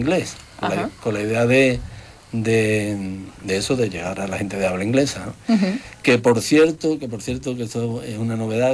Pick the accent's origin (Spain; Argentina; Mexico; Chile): Spain; Morón, Andalusia